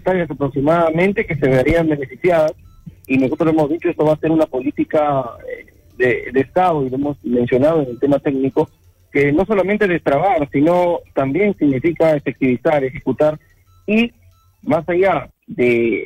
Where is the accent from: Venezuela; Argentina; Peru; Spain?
Peru; también tener la oportunidad de disfrutar como peruanos, como sureños.